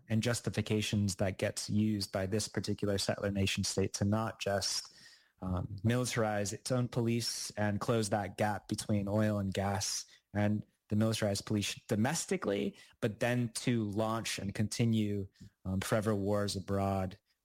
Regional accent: Maunawili, Hawaii, United States; from the east side of Oahu in Maunawili, near Kailua. What many folks who travel to Oahu Island understand as a beautiful beach destination.

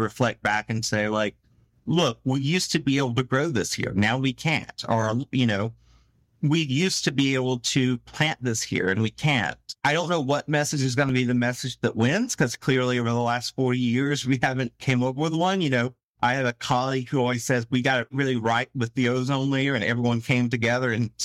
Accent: South Carolina, United States

